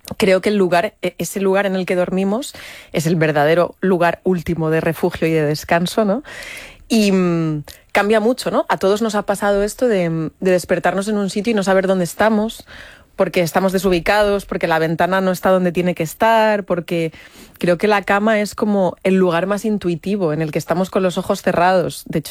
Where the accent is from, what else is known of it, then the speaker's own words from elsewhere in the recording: Madrid, Community of Madrid, Spain; Yo soy de Madrid, pero mis padres son de Extremadura. Bueno, mis abuelos maternos eran de Cuenca, los paternos de Extremadura.